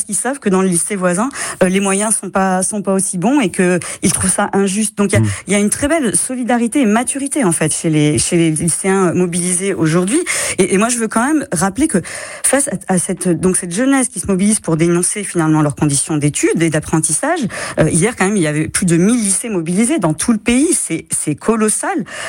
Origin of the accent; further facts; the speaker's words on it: Occitanie, France; chez nous en Occitanie